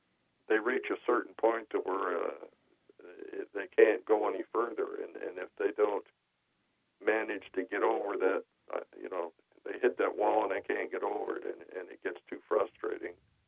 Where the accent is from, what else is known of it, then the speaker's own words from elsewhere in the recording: Kentucky, United States; I come from Kentucky, and actually out of Appalachia, Kentucky.